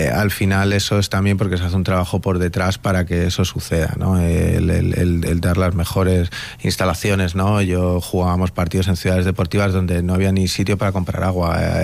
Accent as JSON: {"language": "Spanish", "country": "Spain", "said": "Así que la verdad que yo siempre soy muy español, pero ya estoy un poco también globalizado, pero siempre sí, siempre muy orgulloso de mi país, de mis raíces, de donde soy"}